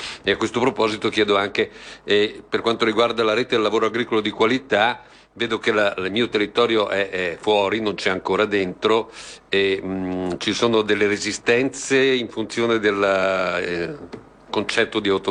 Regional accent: Trentino-Alto Adige, Italy; Dalle mie parti, io vengo dall'Alto Adige

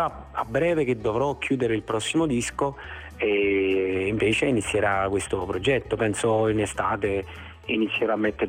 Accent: Campania, Italy; born there; No, il rapporto con la mia terra è molto insomma ben definito, è chiaro a tutti, insomma io sicuramente sono nato in un posto meraviglioso che è, insomma è la Campania, no?

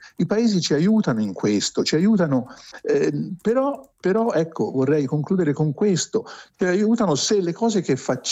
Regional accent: Tuscany, Italy; entrambi viviamo ancora oggi nel paese dove siamo nati, io in Toscana

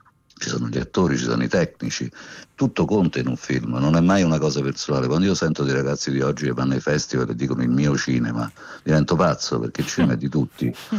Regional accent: Rome, Lazio, Italy; now in Milan, Italy; Siamo romani, ma abbiamo fatto, se tu pensi, non so, Sotto il vestito niente, eccezionale veramente, Via Monte Napoleone, Iuppis, ma tantissimi, abbiamo fatto tantissimi film che hanno raccontato Milano, è curioso, eh?

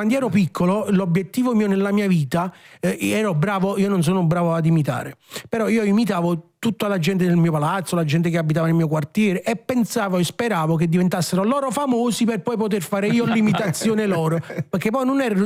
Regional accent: San Giorgio a Cremano, Campania, Italy; born there

